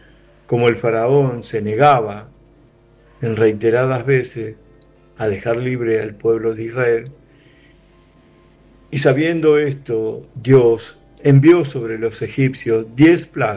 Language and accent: Spanish; Argentina; soy de Argentina